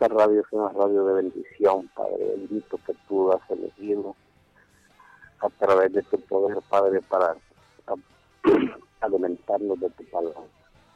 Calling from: Lepaterique, Francisco Morazán, Honduras; De Lepanterica

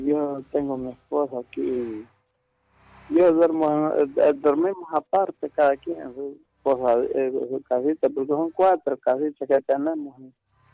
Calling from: San Miguelito, Honduras; Pues aquí de San Miguelito

